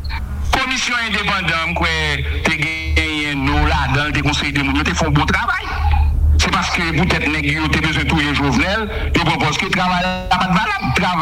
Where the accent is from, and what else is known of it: Haiti